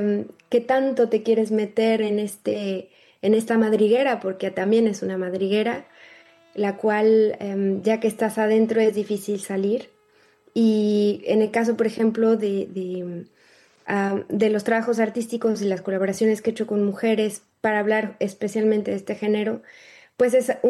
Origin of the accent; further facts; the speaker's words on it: Mexico; moved away as an adult; yo siento que como artista, ok, me tuve que salir de México para buscar a realizar un posgrado